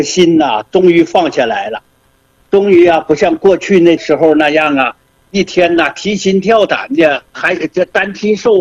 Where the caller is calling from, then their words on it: Chaoyang, Liaoning, China; 郑老师啊，我是辽宁朝阳的，是一位老会员了。